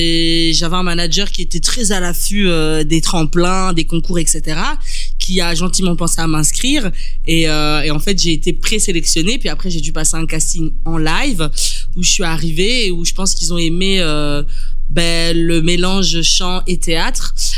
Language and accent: French; Liège, Wallonia, Belgium; Je suis de Liège